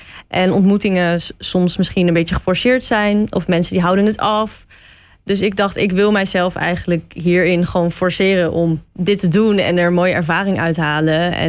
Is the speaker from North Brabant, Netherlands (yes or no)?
no; Alkmaar, North Holland, Netherlands; Nou, ik kom eigenlijk uit Alkmaar, dus ik ben eigenlijk geïmporteerd.